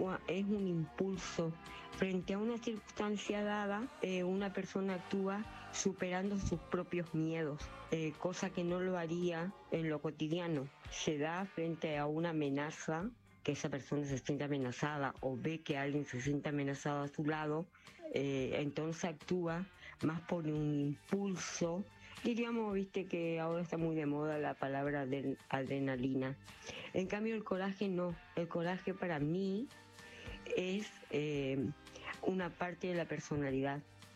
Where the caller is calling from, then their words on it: Isla del Cerrito, Chaco, Argentina; de Isla del Cerrito.